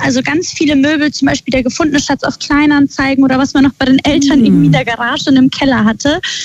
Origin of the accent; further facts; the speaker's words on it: Regensburg, Bavaria, Germany; moved away as an adult; now in Hamburg, Germany; Ich bin damals von Regensburg nach Hamburg gezogen